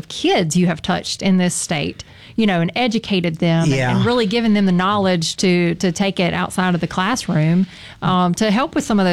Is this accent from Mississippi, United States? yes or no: yes; Mississippi, United States; Growing up in Mississippi, mm-hmm. You kind of just developed a love for snakes.